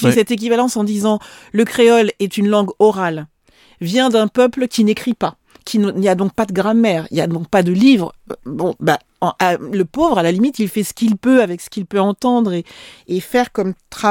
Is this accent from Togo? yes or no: no; French Antilles, France; moi je suis originaire des Antilles françaises.